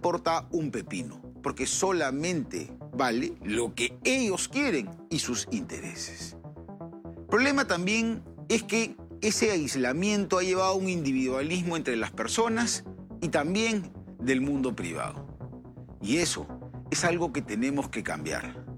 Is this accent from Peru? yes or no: yes; Peru; los que realmente estamos aislados somos nosotros los peruanos.